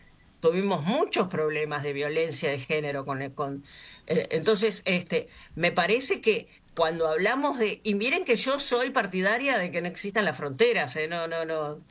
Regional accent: Argentina; now in Uruguay; yo soy migrante, yo vine a vivir de Argentina a Uruguay, pero fue una decisión libre y estoy chocha de haberlo hecho.

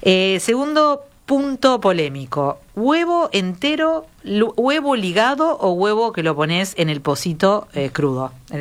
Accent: Piriápolis, Maldonado, Uruguay; yo soy de Piriápolis

